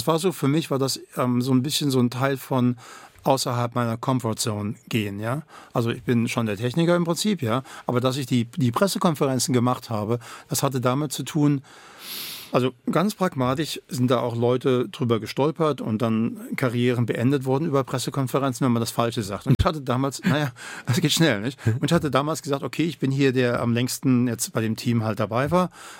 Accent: Germany; accent: German; Genau, ich hätte das nicht verbunden, weil ich habe ja einen deutschen Akzent, das kommt mir nicht in den Kopf, nicht?

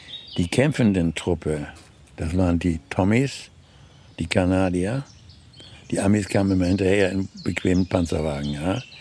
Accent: Bremen, Germany; now in Berlin, Germany; ich bin in der Kirchbachstraße aufgewachsen und anschließend ist das Stadtviertel Haßstedt.

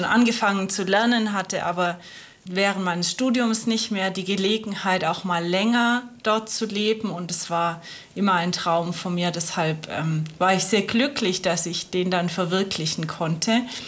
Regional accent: Germany; born there; ich habe zufällig als Kind in Deutschland schon serbische, aber auch bulgarische und mazedonische Volkstänze kennengelernt

